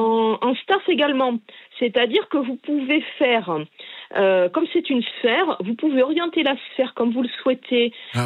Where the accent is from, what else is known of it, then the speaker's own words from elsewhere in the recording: south of France, France; also born or lived in Paris; Alors, si, je suis pas née dans l'Aveyron, mais pas du tout. Alors, je vais vous faire rire parce que je suis née à Paris. Mais, oui. Mais je suis partie, je devais avoir 9 mois, je suis partie dans le sud de la France.